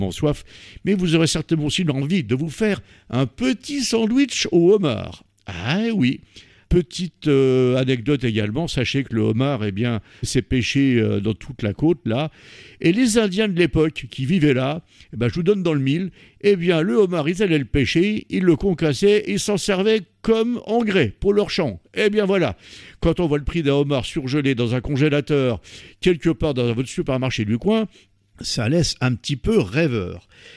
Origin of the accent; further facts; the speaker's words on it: Germany; alors que moi je viens d'Allemagne